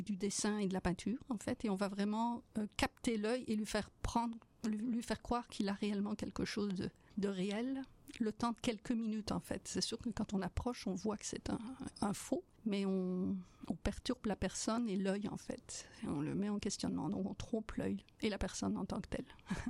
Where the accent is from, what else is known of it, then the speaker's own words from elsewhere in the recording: Belgium; mais j'étais en liste d'attente en tant que Belge.